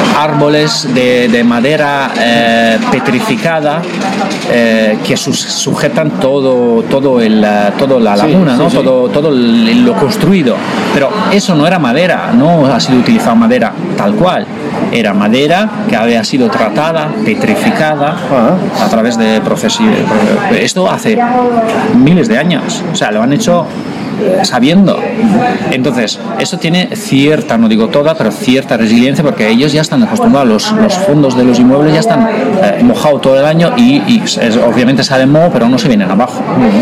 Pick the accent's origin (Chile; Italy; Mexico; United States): Italy; moved away; yo soy italiano